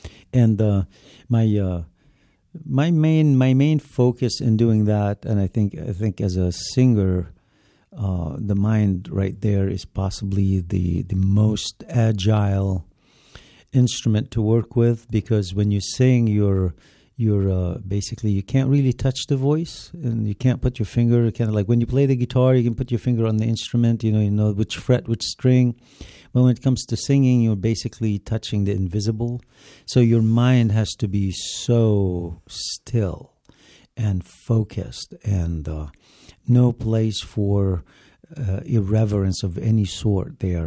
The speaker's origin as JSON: {"language": "English", "country": "Lebanon", "tie": "born or raised there", "said": "I grew up and was born and raised in Lebanon, so I lived through the war and was a child soldier"}